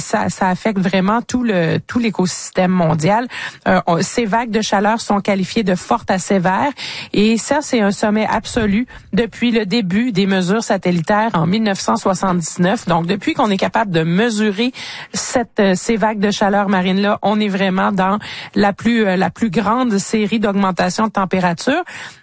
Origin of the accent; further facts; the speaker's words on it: Canada; ici chez nous au Canada